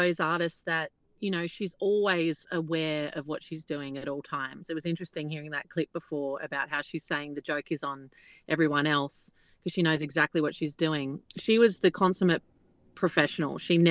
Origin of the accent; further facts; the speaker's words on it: Australia; my hometown here in Australia